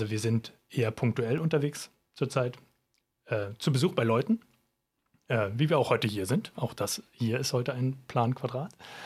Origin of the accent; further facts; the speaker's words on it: Neubrandenburg, Mecklenburg-Vorpommern, Germany; born there; ich bin sozusagen der mecklenburgische Part dazu, ich komme aus Neubrandenburg.